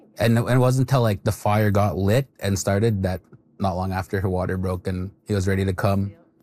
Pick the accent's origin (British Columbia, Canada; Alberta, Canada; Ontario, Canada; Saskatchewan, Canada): Alberta, Canada; Kehewin; I'm from here, Kewin, Alberta.